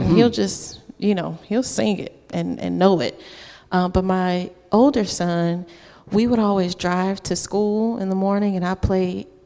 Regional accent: Chicago, Illinois, United States; And, what you know, I'm from Chicago, but I went to school in Michigan.

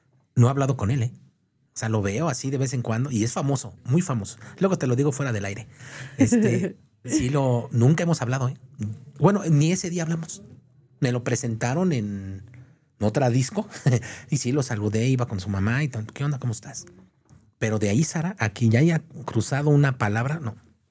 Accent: Mexico; Nosotros como mexicanos

